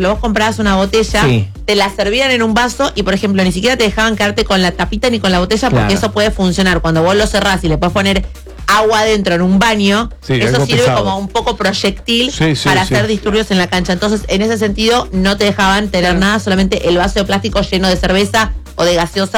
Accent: Argentina; yo soy argentina

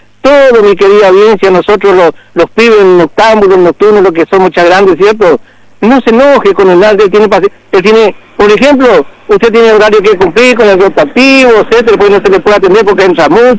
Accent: Argentina; Y a mí, yo soy argentino, ¿cierto?

